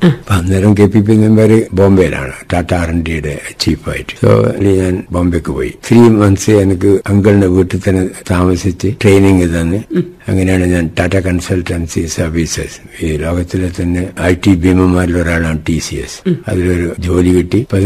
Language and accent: Malayalam; Cherukunnu, Kerala, India; moved away as an adult; also born or lived in Kalliasseri / Bombay; ഞാൻ ജനിച്ചത് കല്യാശ്ശേരിയിലാണ്. വളർന്നത് മുഴുവൻ ചെറുകുന്നിലും സ്കൂളിംഗ് കല്യാശ്ശേരിയും ചെറുകുന്നിലായിട്ട് കഴിഞ്ഞു.